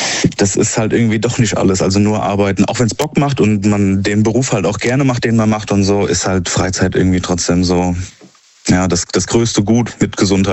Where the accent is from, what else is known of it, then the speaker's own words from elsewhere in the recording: Rhineland-Palatinate, Germany; ich komme eigentlich aus Rheinland-Pfalz.